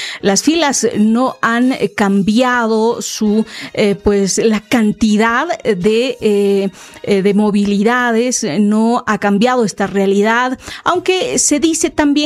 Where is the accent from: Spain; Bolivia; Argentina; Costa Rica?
Bolivia; qué estamos haciendo como bolivianas, como bolivianos